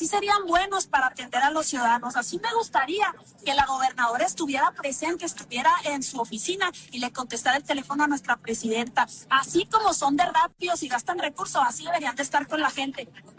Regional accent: Chihuahua, Mexico

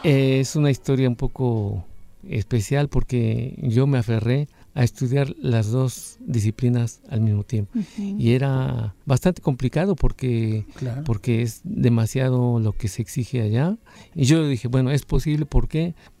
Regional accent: Xalapa, Veracruz, Mexico; born there; moved away; also born or lived in Brussels; Yo nací en Jalapa, Veracruz. Desde luego me fui muy joven, chamaco, vamos a decirlo así, coloquialmente, a la ciudad de Bruselas para estudiar ahí las artes plásticas, la escuela del conservatorio de música y la escuela de cine.

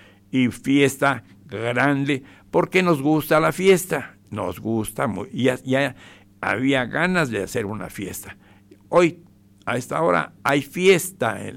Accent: Guadalajara, Jalisco, Mexico; born there; Sí, allá están jugando en mi tierra tapatía, donde yo mero nací.

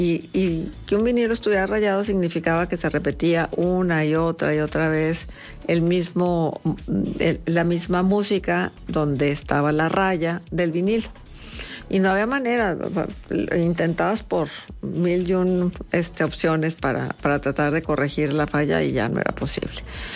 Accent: Mexico

